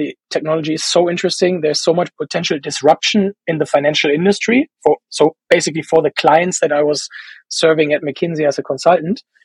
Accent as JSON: {"language": "English", "country": "Germany", "also_born_or_lived": "San Francisco", "said": "They would send me at least 2 years back to my home country to bring the American culture back to Germany."}